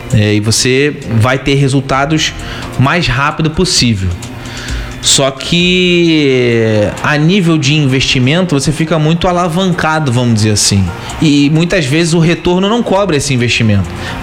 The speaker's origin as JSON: {"language": "Portuguese", "country": "Brazil", "said": "até como brasileiro, né?"}